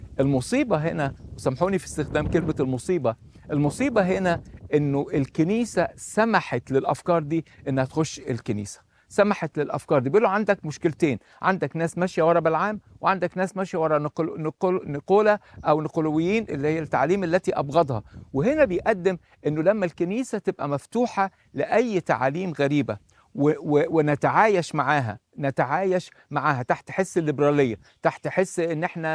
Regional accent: Egypt; now in United States; انا عايش في امريكا اساسا من مصر، وبفتخر ان انا من مصر وبفتخر ان انا عايش في امريكا

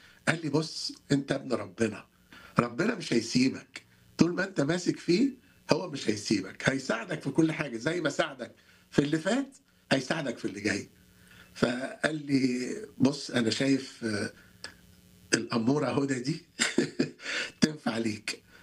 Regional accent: Egypt; هنا في مصر عندنا

